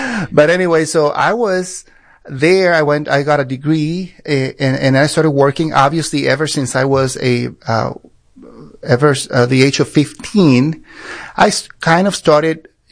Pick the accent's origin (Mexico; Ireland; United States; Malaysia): Mexico; Reynosa, Tamaulipas; I grew up in Mexico in the border town of Reynosa. And so there back then, I'm talking 90s, early 90s, mid 90s.